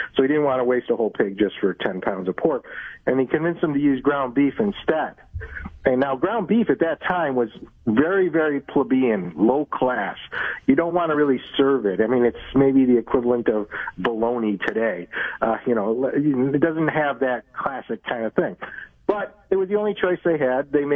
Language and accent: English; Buffalo, New York, United States; I was born in Buffalo, New York